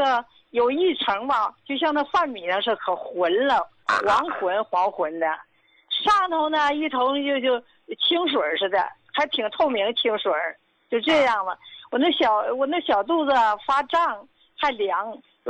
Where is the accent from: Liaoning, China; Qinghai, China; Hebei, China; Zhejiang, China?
Hebei, China; Qinhuangdao; 我是秦皇岛的。